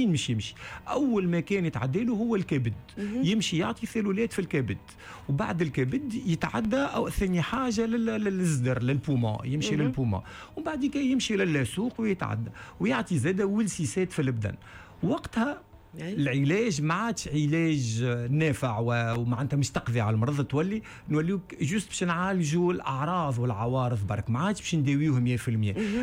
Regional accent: Tunisia

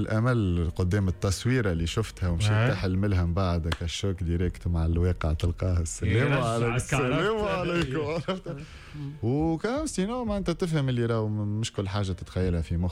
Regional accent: Tunisia

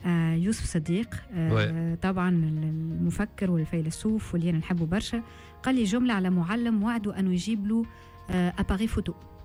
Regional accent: Kairouan, Kairouan Governorate, Tunisia; أصيلة القيروان، مولودة في القيروان.

